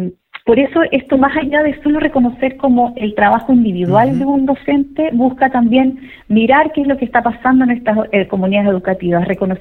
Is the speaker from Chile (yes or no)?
yes; Chile; y como chilenos nos cuesta a veces reconocer que estamos generando logros.